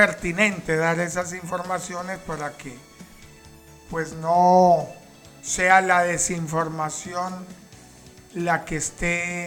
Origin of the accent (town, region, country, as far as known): Colombia